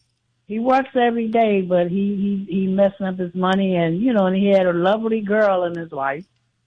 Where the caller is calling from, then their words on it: New York, United States; I'm from New York